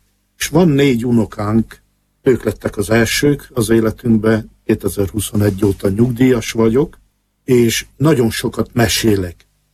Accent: Csíkmadaras, Harghita, Romania; moved away as an adult; also born or lived in Miercurea Ciuc / Timișoara; now in Austria; Csíkmadarason születtem, és ott is jártam iskolába, aztán Csíkszeredában, Mártonáromba, majd Temesváron, Politechnikán

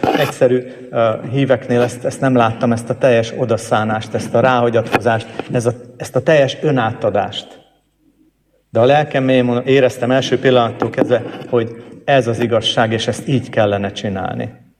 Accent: Oradea, Bihor, Romania; ahol én felnőttem, Nagyvárad egyik külvárosában

